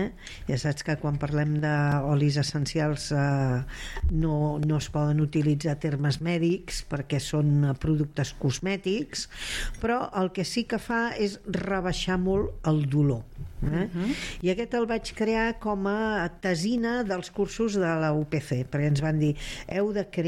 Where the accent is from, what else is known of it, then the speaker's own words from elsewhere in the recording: Catalonia, Spain; I jo, com a bona catalana, vaig preguntar, el preu és el mateix?